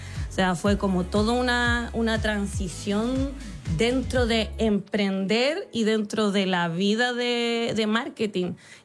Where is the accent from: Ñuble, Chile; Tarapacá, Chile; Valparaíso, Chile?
Valparaíso, Chile; also born or lived in Santiago; porque yo soy de Valparaíso, de región. Perfecto. Además, de, o sea, nací acá en Santiago, pero me fui a Valparaíso a vivir, y igual tener una infancia llena de arte, cultura